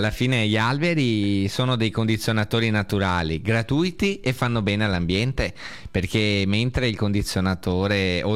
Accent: Veneto, Italy; quest'anno siamo noi il Veneto

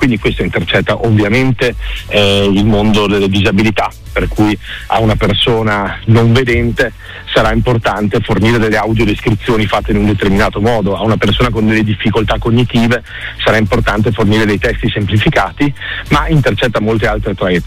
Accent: Dolomites, Italy; mi ricordo, il primo del mio paese, abitavo in un piccolo paese sulle Dolomiti, sono stato il primo del mio paese ad avere internet, avevo 10 anni

